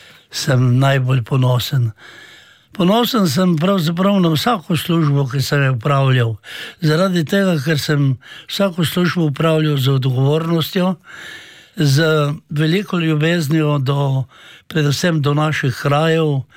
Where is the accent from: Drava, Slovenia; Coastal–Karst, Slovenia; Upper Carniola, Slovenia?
Coastal–Karst, Slovenia; Koper; jaz sem rojen v Pradah, živel sem v pobegih, v nižjo gimnazijo sem hodil v Koper.